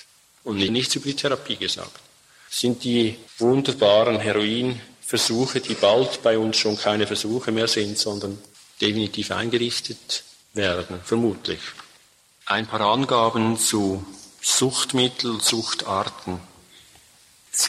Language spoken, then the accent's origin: German; Switzerland; Bei uns in der Schweiz darf man nur nach Alkoholisierung kontrollieren